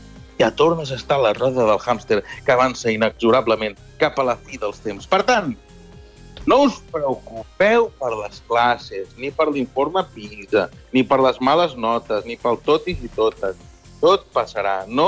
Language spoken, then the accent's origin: Catalan; Sabadell, Catalonia, Spain